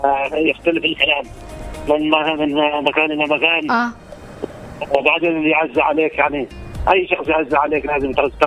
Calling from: Yemen

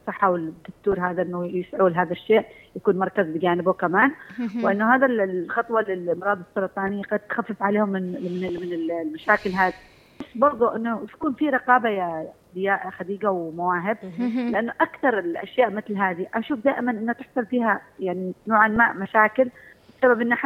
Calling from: Yemen

